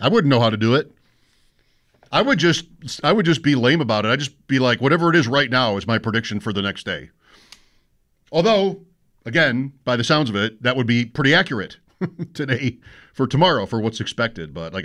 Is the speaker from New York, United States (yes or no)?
yes; Grand Island, New York, United States; also born or lived in Rochester; Patrick might have thought that I am from Rochester. I was there 11 years, but I'm not. I'm from where I live now on Grand Island.